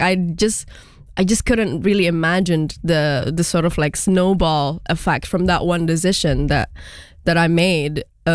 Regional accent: Indonesia; moved away as an adult; now in United Kingdom; I did my bachelor's degree in communications back in Indonesia. I've lived a life there. I grew up there my whole life, never really kind of like moved anywhere else.

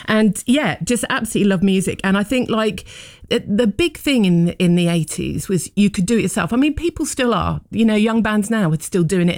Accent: New Malden, London, United Kingdom; I was brought up in Southwest London, in New Malden.

